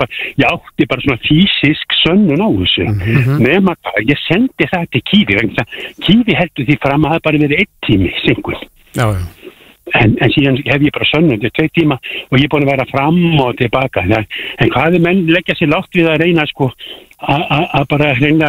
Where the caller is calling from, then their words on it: Norway; búið að vera yndislegt hérna í Noregi